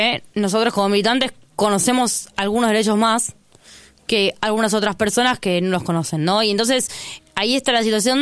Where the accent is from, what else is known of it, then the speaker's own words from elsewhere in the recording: Moreno, Buenos Aires Province, Argentina; yo soy de Moreno